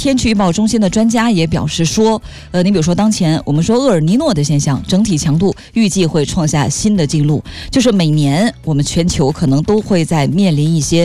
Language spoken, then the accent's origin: Chinese; Northeast China, China; moved away; 你像我以前小时候在东北吧